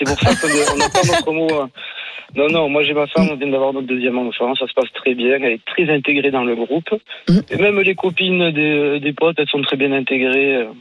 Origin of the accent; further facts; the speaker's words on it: Nérac, Nouvelle-Aquitaine, France; moved away as an adult; also born or lived in Gironde/Lot-et-Garonne border near Marmande; Je suis revenu vivre à Nérac, dans le 47.